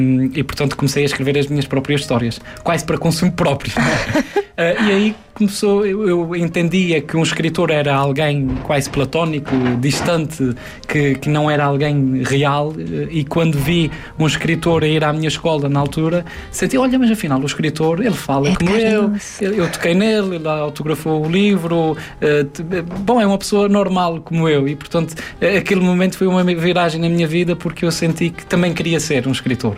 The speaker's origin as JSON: {"language": "Portuguese", "region": "Azores", "country": "Portugal", "said": "eu vim dos Açores também, de certa forma, atrás da minha inspiração."}